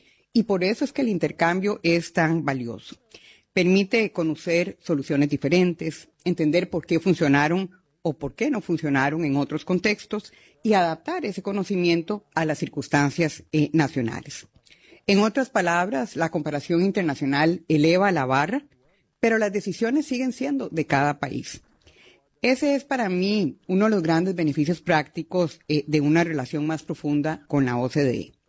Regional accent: Costa Rica; cuando era ministra del gobierno de Costa Rica, que es mi país de origen

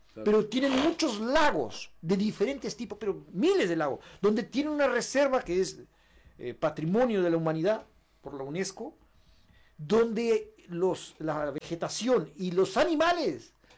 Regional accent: Tranqueras, Rivera, Uruguay; siempre fueron bienvenidos al pueblo, a mi pueblo.

